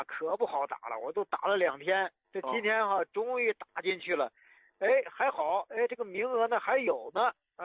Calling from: Xianyang, Shaanxi, China; 我是，咱陕西咸阳渭城区的。

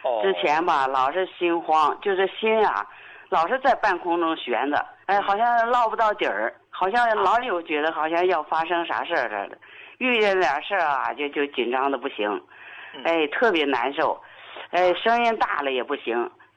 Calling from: Harbin, Heilongjiang, China; 我是哈尔滨的患者。

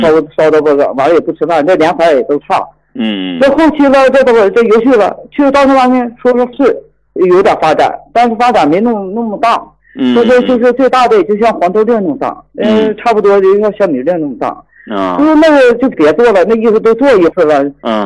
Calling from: Changchun, Jilin, China; 我家是长春的，我长春九台的，我今年58岁，

